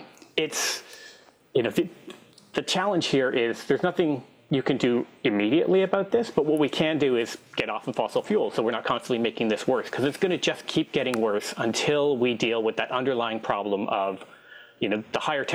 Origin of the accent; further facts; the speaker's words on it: Canada; Growing up in Canada